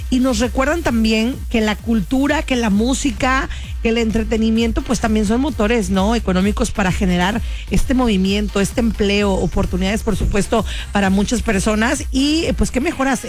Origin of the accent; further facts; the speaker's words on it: Boca del Río, Veracruz, Mexico; A nosotros como boqueños también y como jarochos